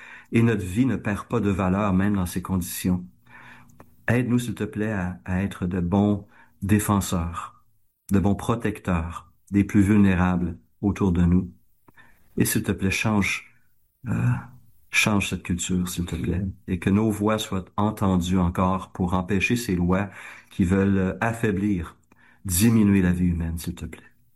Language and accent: French; Quebec, Canada; on confesse et on te demande pardon en tant que Québécois et Canadiens